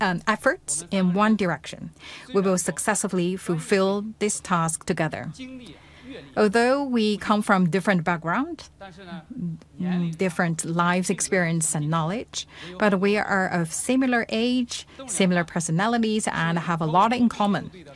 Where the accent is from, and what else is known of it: Hong Kong; born or raised there